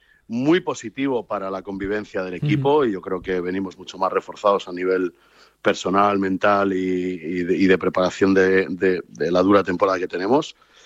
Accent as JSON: {"language": "Spanish", "country": "Spain", "said": "Obviamente, como español que era, que soy, yo prefería que hubiese ganado el Lolo Sainz"}